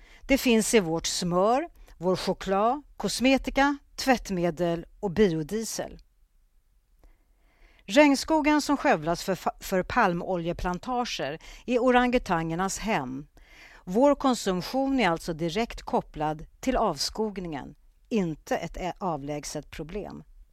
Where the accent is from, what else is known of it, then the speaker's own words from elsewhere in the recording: Sweden; Jag har fått reaktioner hemma i Sverige men även i Indonesien när jag berättar om volontärarbetet.